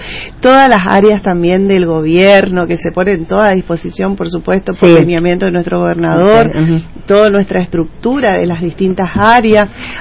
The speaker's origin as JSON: {"language": "Spanish", "region": "Chaco", "country": "Argentina", "said": "el argentino y el chaqueño particularmente somos latinos"}